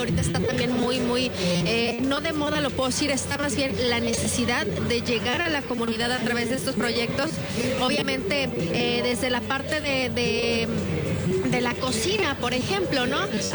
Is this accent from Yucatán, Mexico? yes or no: yes; Yucatán, Mexico; los yucatecos, los que ya vivimos aquí hace tiempo